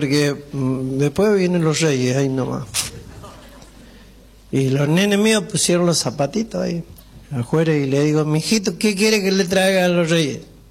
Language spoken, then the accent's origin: Spanish; Mendoza, Argentina; Yo soy mendocino y estoy acá a pedido de la gente de M